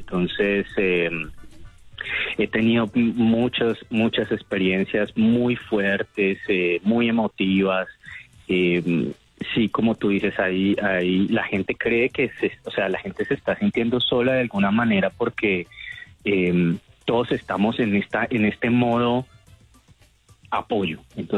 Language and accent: Spanish; Cali, Valle del Cauca, Colombia; entender que como caleños y caleñas estamos pues juntos en esta si